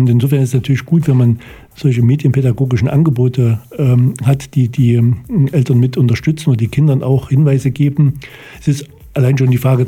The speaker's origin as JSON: {"language": "German", "region": "Thuringia", "country": "Germany", "said": "Also natürlich, ich bin ja Thüringer."}